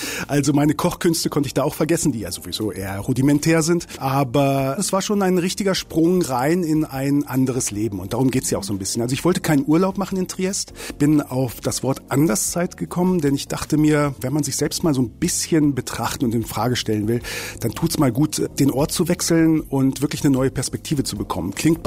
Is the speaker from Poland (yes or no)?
no; Northern Germany, Germany; now in Grado, Italy; ich komme ja aus Norddeutschland